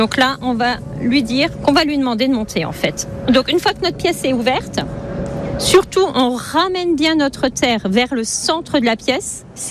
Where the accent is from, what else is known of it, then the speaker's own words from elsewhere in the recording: Saint-Avold, Grand Est, France; Je suis originaire du côté de Saint-Avold.